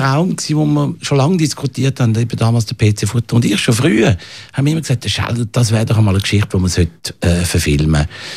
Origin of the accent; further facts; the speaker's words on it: Zurich, Switzerland; bin in Zürich geboren, bin in Zürich in die Schule gegangen